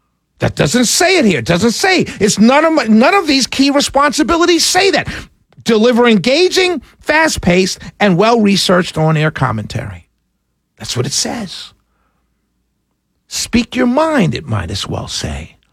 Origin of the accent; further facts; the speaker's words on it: New York City, New York, United States; now in Atlanta, United States; born and raised in New York City, Harlem, a little village called Harlem in New York City. I've been down here about 27, 28 years. I love Atlanta. I love Georgia.